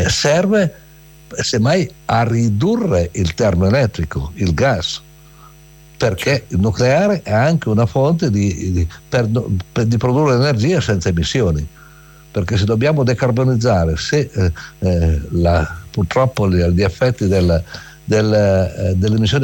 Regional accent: Piedmont, Italy; Io sono piemontese

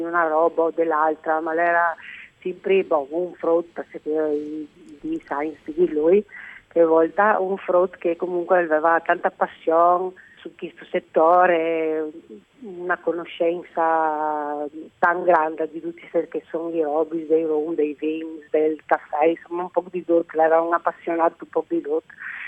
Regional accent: Latisana, Friuli-Venezia Giulia, Italy; accent: Veneto; moved away; Io sono nata alla Tisana, hai fatto metà della mia vita alla Tisana, quindi ho un accento più veneto.

